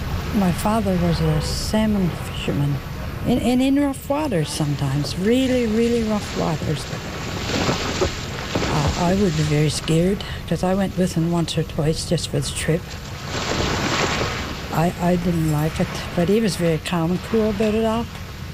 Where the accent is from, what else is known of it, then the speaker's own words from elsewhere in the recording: Paradise River, Newfoundland and Labrador, Canada; also born or lived in Kirkwood; I was born in Kirkwood, raised in Paradise River. It's a beautiful place. We stayed in Paradise River. That was our winter home.